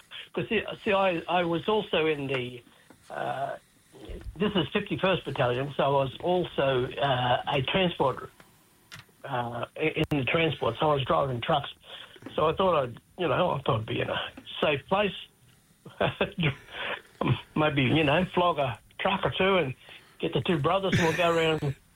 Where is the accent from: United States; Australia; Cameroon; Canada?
Australia; Bundaberg, Queensland; now in Sydney, Australia; And on my mother's side, I'm from Bundaberg North. Around that area, I was born on my mother's country in Bundaberg there.